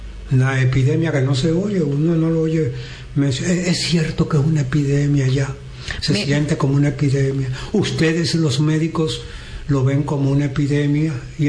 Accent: Dominican Republic; todo el país como sociedad dominicana

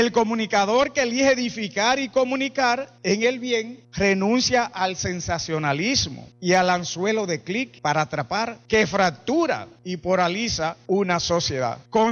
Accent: Dominican Republic

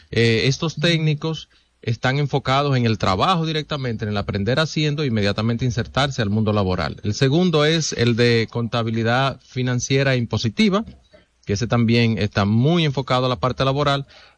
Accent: Jarabacoa, La Vega, Dominican Republic; Yo nací en un campo, en Boma, Jarabacoa

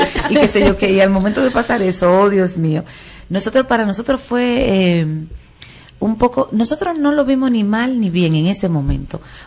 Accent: Concepción de la Vega, La Vega, Dominican Republic; como yo soy de la Vega, yo sé que es Concepción de la Vega, uh-huh, que se llama

